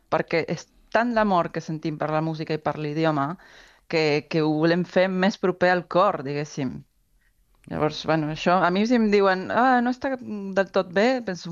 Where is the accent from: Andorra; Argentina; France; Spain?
Argentina; Catalan is a second language; moved away as an adult; Clar, al principi va ser un xoc, perquè tenia 20 anys i fa molt d'això també. Llavors, bueno, des del meu barri d'Argentina, arribar aquí, el tema de l'idioma em quedava com molt lluny, no?